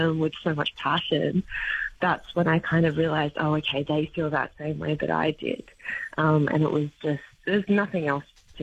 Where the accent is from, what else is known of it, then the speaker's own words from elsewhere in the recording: Blacktown, New South Wales, Australia; Like, I grew up in Blacktown. My mum was a Blacktown girl. My nan was a Blacktown girl.